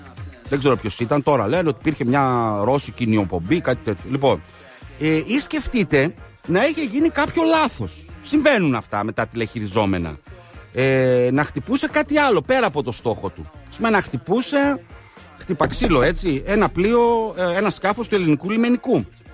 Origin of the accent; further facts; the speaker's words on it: Thessaloniki, Central Macedonia, Greece; Εγώ μάλιστα εδώ στη Θεσσαλονίκη μεγάλωσα στην Οδό Ιταλίας, μετά την αλλάξαν την κάνει 28 Οκτωβρίου